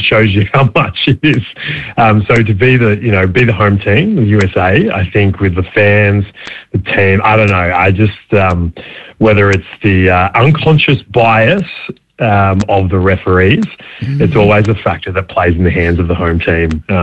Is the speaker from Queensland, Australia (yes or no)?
no; Ballarat, Victoria, Australia; I grew up in Haddon in Ballarat, and there was no, like, we had a drought, there was no, like, snow, let alone ice